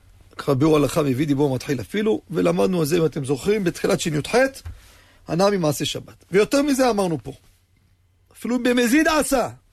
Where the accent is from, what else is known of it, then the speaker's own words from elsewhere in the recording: Morocco; אנחנו מרוקאים